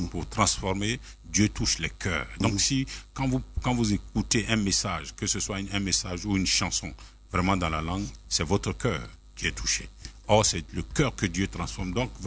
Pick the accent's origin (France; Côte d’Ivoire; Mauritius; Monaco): Côte d’Ivoire; Daloa, Haut-Sassandra; et je suis né à Daloa, où j'ai appris à parler quand même la langue bété, que je comprends, même si je ne parle pas couramment, mais je comprends.